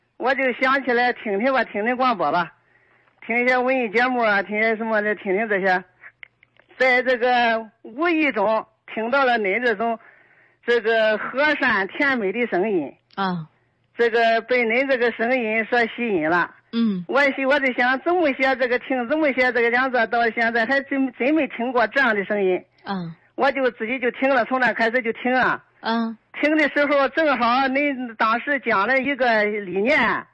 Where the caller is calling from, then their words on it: Zaozhuang, Shandong, China; 我是山东枣庄的